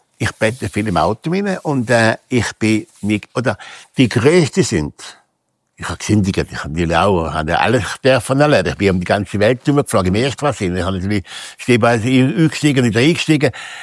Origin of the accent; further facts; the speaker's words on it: Bichelsee, Thurgau, Switzerland; ich bin Ehrenbürger. Nicht vergessen, vom Thurgau, von Bichlsee, Balterschwil. Und der Thurgau wird meine Heimat bleiben.